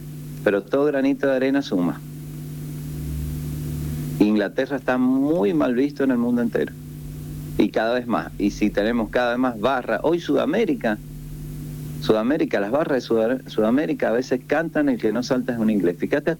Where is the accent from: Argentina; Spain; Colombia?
Argentina; yo siendo argentino soy argentino, pero fanático.